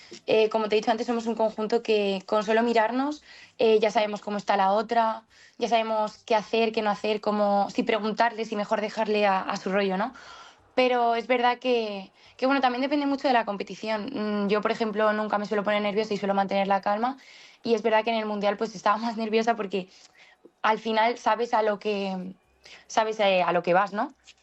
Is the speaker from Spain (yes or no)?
yes; Spain; aparte somos las primeras españolas de la delegación en conseguirlo